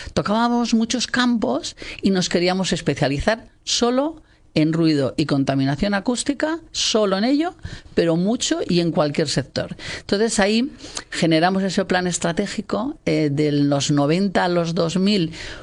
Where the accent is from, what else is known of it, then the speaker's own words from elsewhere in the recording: Castile and León, Spain; Nos decidimos a estar aquí en Castilla y León porque somos de Castilla y León